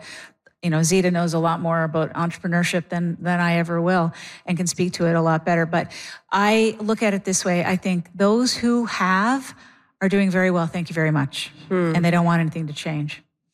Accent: Canada; are we as Canadian.

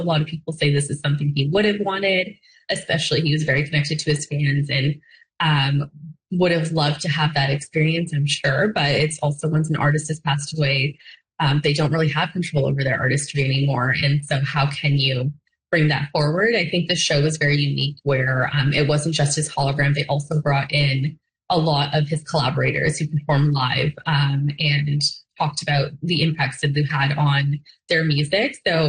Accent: Brampton, Ontario, Canada; I growing up in Brampton

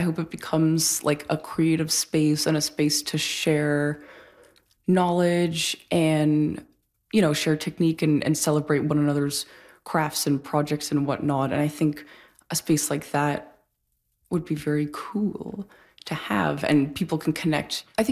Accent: Toronto, Ontario, Canada; moved away as an adult; So I grew up in Toronto and that was like a big, when I moved here for the first time 5 years ago, that was like a big culture shock for me

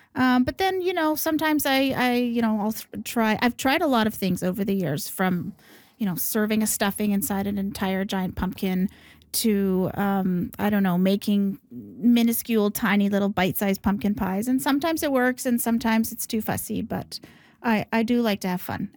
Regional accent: Yukon, Canada; also born or lived in Canadian Prairies / British Columbia; But yeah, born on the prairies to a Ukrainian family. I grew up in the Yukon, off-grid, raising chickens and rabbits and learning to forage and fish and grow food.

